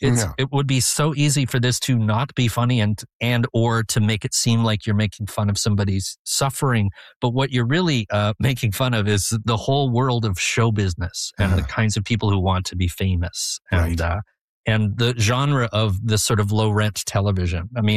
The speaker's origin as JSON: {"language": "English", "country": "Canada", "said": "as a Canadian who, you know, loved Marshall McLuhan"}